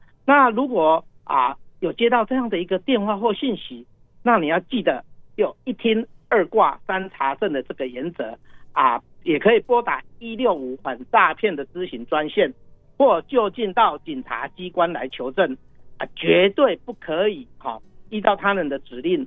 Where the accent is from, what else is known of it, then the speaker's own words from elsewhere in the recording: Lukang, Changhua County, Taiwan; 我们鹿港彰化这边也有很多的一个小吃，还有控骂崩啊，这个部分都相当的知名啊，也欢迎啊全国各地的这个游客到我们彰化这边来这边吃肉圆啊